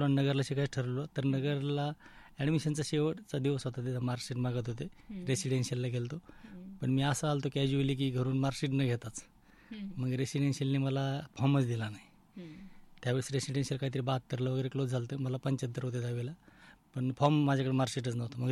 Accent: Chichondi Patil, Maharashtra, India; मी नगर जिल्ह्यातील नगर तालुक्यातील चिचोंडे पाटील, नगरपासून जामखेडवर 20 किलोमीटर गावी चिचोंडे पाटील गावचं आहे मी रहिवासी।

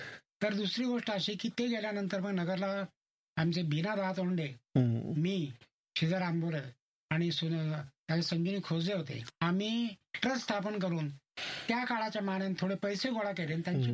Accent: Maharashtra, India; also born or lived in Nevasa; माझं गाव रुद्रेश्वर देवस्थान जवळ

